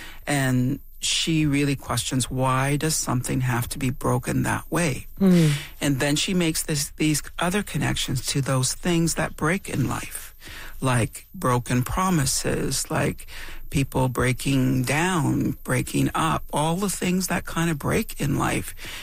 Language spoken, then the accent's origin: English; Temagami, Ontario, Canada; When I grew up in Temagami, in Northern Ontario, but I think this is true for all across Canada, really